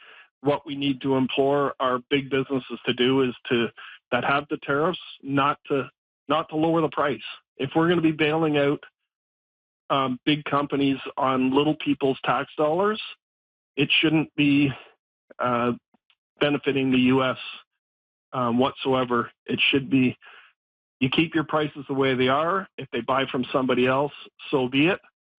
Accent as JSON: {"language": "English", "country": "Canada", "said": "But it's going to hurt me just because I'm Canadian and just what's going on."}